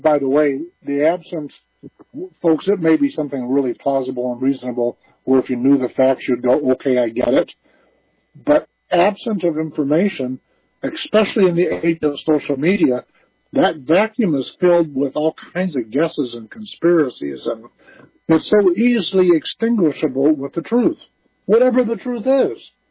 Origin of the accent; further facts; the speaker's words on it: Pontiac, Michigan, United States; In my era, 60s, 70s, growing up, I came up from the Pontiac, Michigan area